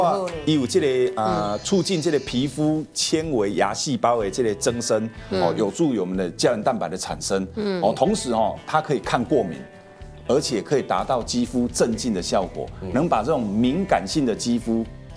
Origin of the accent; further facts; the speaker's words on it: Taiwan